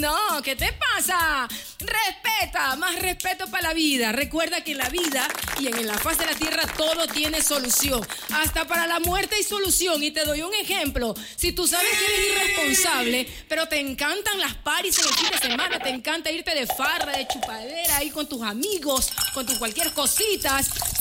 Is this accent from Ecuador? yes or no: yes; Ecuador; Como ecuatoriano que somos.